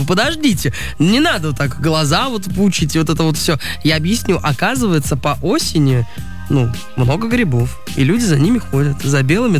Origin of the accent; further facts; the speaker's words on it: Ukhta, Komi Republic, Russia; born there; moved away; я из Ухты, родилась в Ухте.